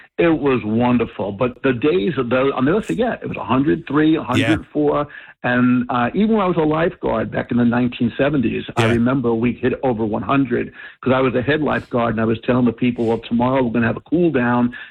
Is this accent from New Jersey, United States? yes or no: yes; New Jersey, United States; I'm born and raised in New Jersey.